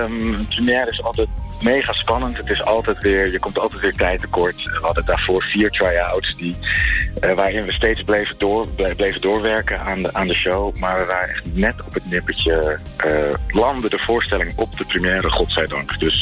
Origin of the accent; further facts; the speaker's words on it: Netherlands; En dat is best wel bijzonder als Nederlander, weet je wel.